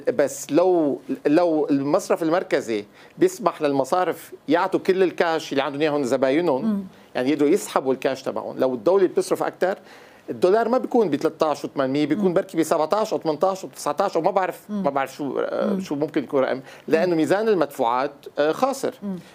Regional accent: Syria

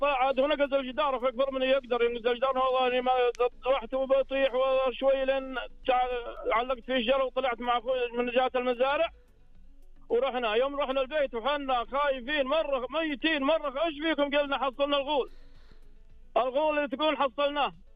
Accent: Makkah Province, Saudi Arabia; now in Medina, Saudi Arabia; هذا احنا بعد الطائف قريتنا.

